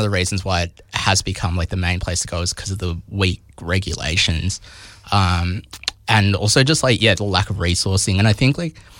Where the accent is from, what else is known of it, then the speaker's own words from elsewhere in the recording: Sydney, New South Wales, Australia; Yeah, so I grew up in Sydney